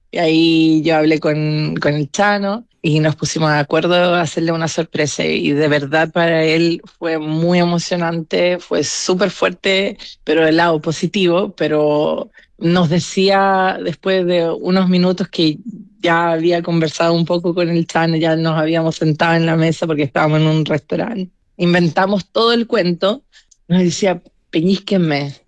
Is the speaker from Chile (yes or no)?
yes; Chile; Es que yo soy más chilena que los porotos, tú lo sabes muy bien. Y a mí me encanta Chile, lo amo, lo siento como mi tierra.